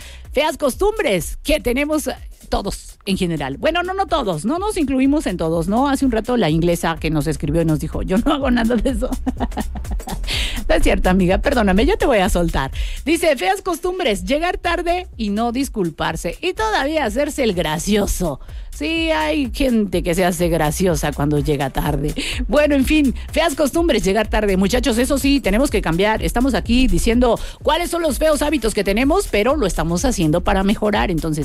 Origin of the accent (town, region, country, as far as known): Mexico